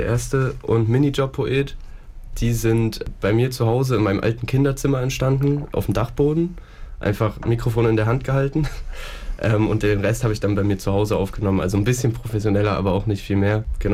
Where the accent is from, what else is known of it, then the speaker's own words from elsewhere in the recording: Weimar, Thuringia, Germany; moved away; ich komme ja aus Weimar